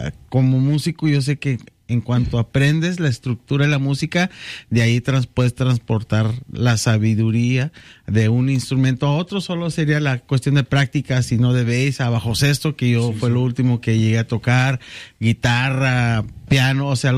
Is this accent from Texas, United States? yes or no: yes; Texas, United States; De donde yo soy del estado de Texas, del sur del estado de Texas.